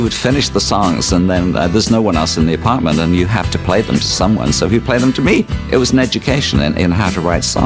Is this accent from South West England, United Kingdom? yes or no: yes; Bournemouth, South West England, United Kingdom; I was in about five local bands in my hometown of Bournemouth.